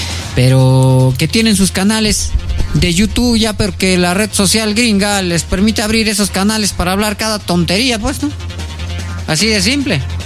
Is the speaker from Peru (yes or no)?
yes; Peru